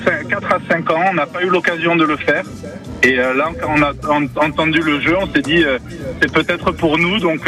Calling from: Nousty, Nouvelle-Aquitaine, France; Et là, actuellement, on est à La Reims et on vient de Nousty.

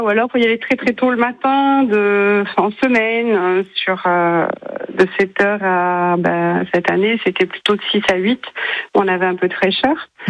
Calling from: Aubenas, Auvergne-Rhône-Alpes, France; On est riche ici

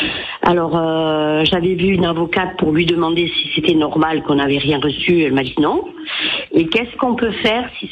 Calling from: Ajaccio, Corsica, France; Moi, je suis à Ajaccio, donc.

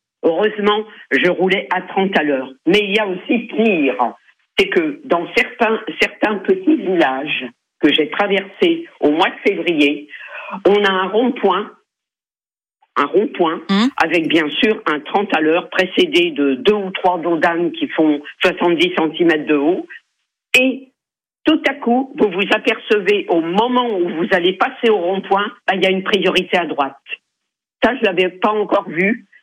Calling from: Thouars, Nouvelle-Aquitaine, France; je suis de Thouars, hein, donc dans le centre-ville

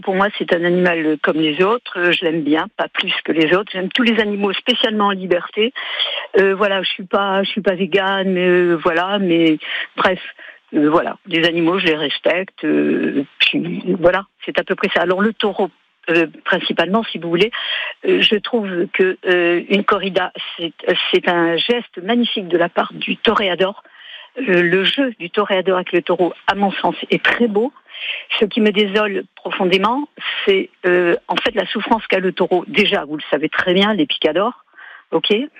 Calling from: Villevieille, Occitanie, France; Je vous appelle de Villevieille.

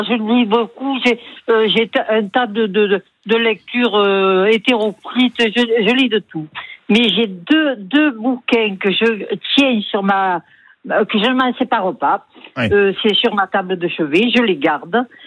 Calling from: Lille, Hauts-de-France, France; J'habite à Lille.

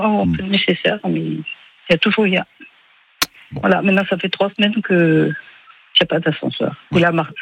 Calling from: Venzolasca, Corsica, France

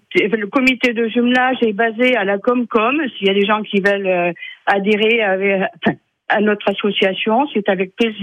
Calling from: Montfermy, Auvergne-Rhône-Alpes, France; J'appelle de la commune de Montfermy.

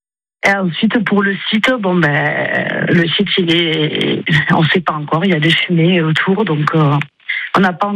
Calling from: Millas, Occitanie, France; moi, personnellement, j'habite sur Mias

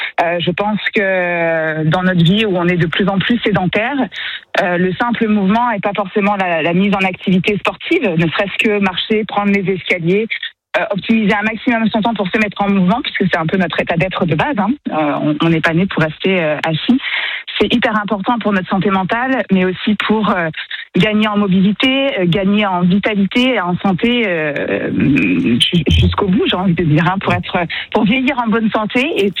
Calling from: Vallauris, Provence-Alpes-Côte d'Azur, France; Moi, je suis à Valoris.

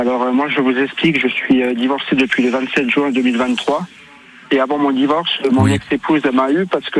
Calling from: Grand Est, France; moi j'habite en Moselle

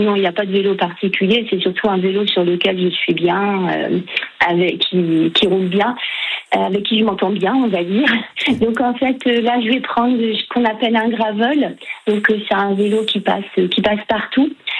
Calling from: Elbeuf, Normandy, France; D'Elbeuf, où il pleut

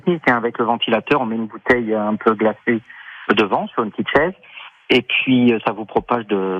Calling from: France; J'appelle de Beauregard, Vendôme.

